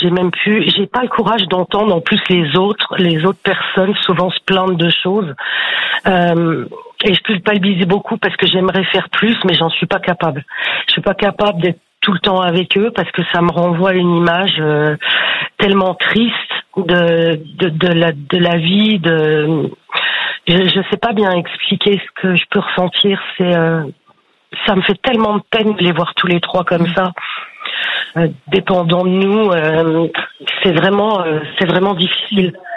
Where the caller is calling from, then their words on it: Pont-à-Mousson, Grand Est, France; Je vous appelle de Pont-à-Mousson, c'est une petite ville entre Nancy et Metz.